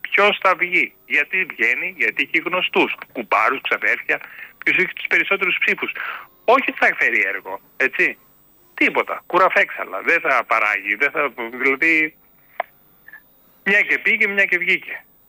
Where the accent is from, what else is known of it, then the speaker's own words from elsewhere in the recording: Greece; εγώ τους Έλληνες και τέτοιο, και το λαό μου, δηλαδή την πατρίδα μου.